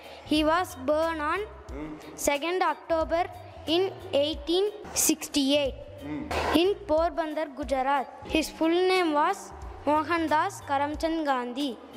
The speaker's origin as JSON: {"language": "Tamil", "town": "Chithalandur", "region": "Tamil Nadu", "country": "India", "said": "I am coming from சித்தலந்தூர்."}